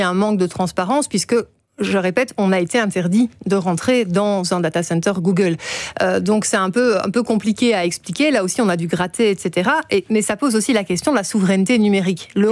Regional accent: Belgium; ça veut dire que transite chez nous, en Belgique, en consommant toute cette énergie, des données qui ne nous concernent même pas

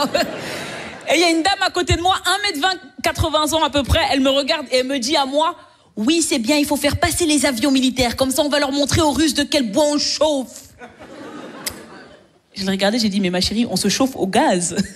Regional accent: Belgium; 3 jours pour une Belge en France, c'est trop, les amis.

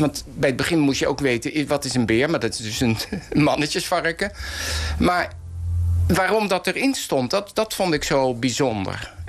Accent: Amersfoort, Utrecht, Netherlands; born there; Ik ben geboren in Amersfoort.

